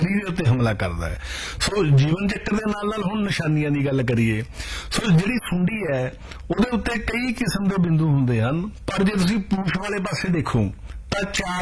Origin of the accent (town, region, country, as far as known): Punjab, India